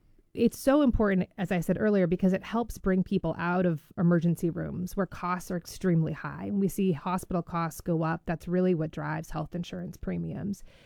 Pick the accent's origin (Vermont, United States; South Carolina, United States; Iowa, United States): Vermont, United States; Newbury; I'm thinking about where I grew up in Newberry. You know, for me, it's very personal. I grew up in rural Vermont. I went to Newberry Elementary School.